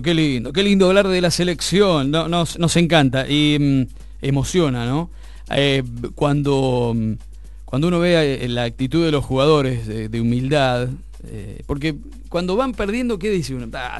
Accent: General Villegas, Buenos Aires Province, Argentina

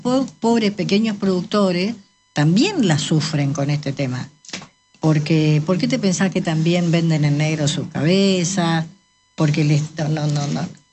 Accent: Corrientes, Argentina; somos todos correntinos

